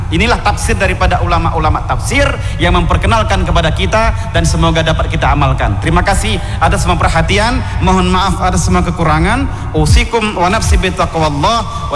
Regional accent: Aceh, Indonesia; lebih-lebih kita orang Aceh harus mempelajari.

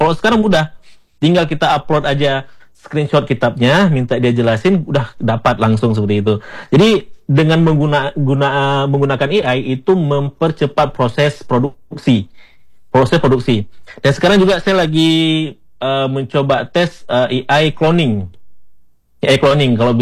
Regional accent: Aceh, Indonesia; Mungkin atau logatnya mungkin kita orang Aceh seperti itu.

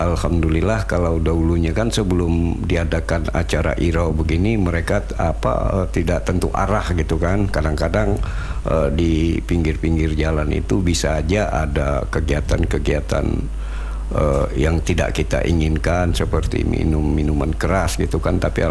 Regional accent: North Kalimantan, Indonesia; jangan pernah kita lalai dan kita abaikan masalah tradisi, adat dan budaya kita selaku orang Tidung

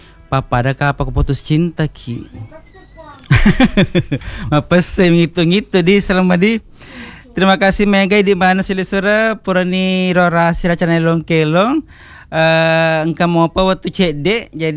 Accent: Bone, South Sulawesi, Indonesia; Jadi sebenarnya kita sebagai orang Bone patut berbangga

